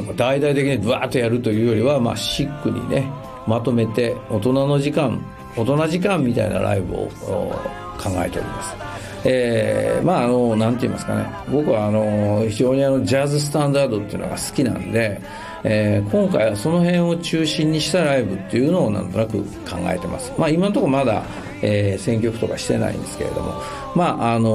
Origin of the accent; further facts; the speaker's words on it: Kansai, Japan; accent: Kansai; この関西弁で喋ってたらあれなんですけど